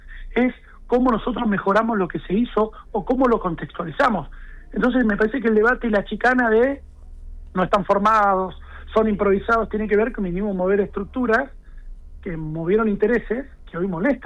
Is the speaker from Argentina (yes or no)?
yes; Pico Truncado, Santa Cruz, Argentina; yo soy de Pico Truncado, ¿qué es que fueron a Truncado?